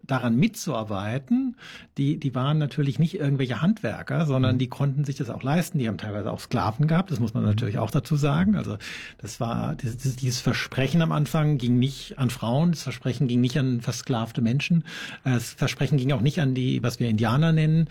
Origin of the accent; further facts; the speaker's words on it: Baden-Württemberg, Germany; also ich bin in Baden groß geworden, da, zwischen Elsass und Baden